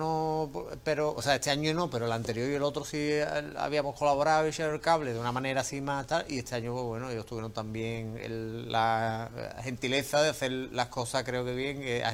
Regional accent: Cádiz, Andalusia, Spain; born there; Yo nací en Cádiz, mira la cara que tengo.

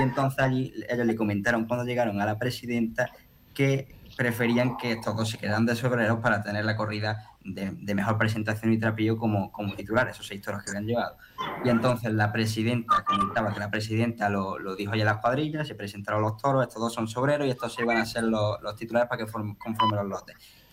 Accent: Córdoba, Andalusia, Spain; El otro día aquí en Córdoba, en mi tierra

